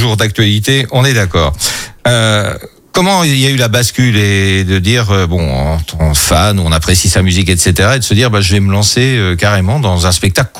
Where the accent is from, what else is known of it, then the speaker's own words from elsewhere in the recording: Normandy, France; chez nous en Normandie.